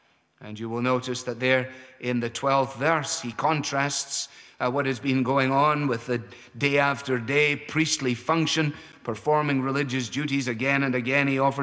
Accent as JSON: {"language": "English", "region": "Scotland", "country": "United Kingdom", "said": "Even as a Scotsman"}